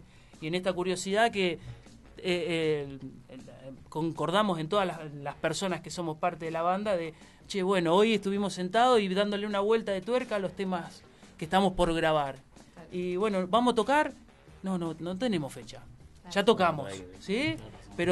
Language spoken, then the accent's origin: Spanish; Bahía Blanca, Buenos Aires Province, Argentina; somos todos de Bahía.